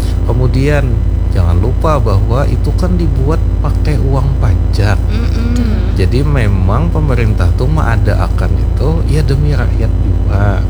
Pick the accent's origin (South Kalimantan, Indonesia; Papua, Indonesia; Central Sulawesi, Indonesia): South Kalimantan, Indonesia; Banjar; kita ini sebenarnya orang Banjar ini dikenal secara budaya itu sangat agamis.